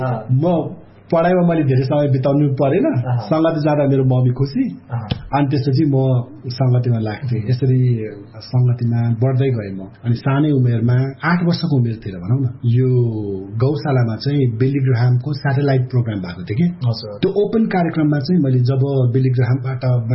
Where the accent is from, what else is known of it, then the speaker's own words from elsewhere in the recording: Bhaktapur, Bagmati, Nepal; born there; मेरो जन्म भक्तपुरमै भयो।